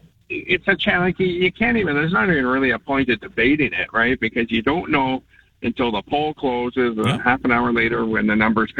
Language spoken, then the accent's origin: English; Langford, British Columbia, Canada; moved away as an adult; now in North Park, Victoria, Canada; I don't live in Langford anymore, but I will tell you this. I grew up in Langford from before you were born, Adam. I've lived out here when it was Hopiville.